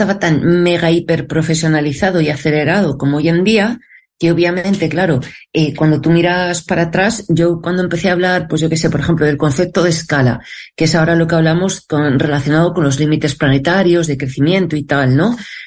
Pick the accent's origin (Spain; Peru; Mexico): Spain; Madrid, Community of Madrid; moved away as an adult; also born or lived in France; Y luego cuando me volví a vivir, porque yo soy de Madrid, ¿no? Pues me volví aquí a vivir